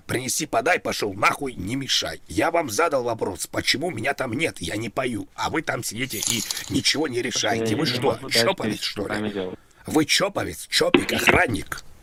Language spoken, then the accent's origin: Russian; Moscow, Russia; А это почему нет? Потому что я из Москвы или просто вообще нет?